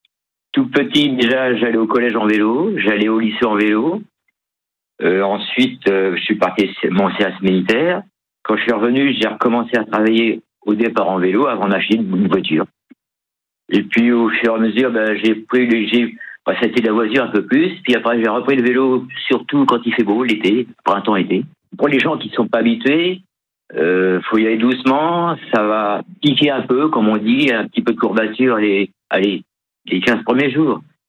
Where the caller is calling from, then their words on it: Le Mans, Pays de la Loire, France; Je suis au Mans, quartier Saint-Pavin.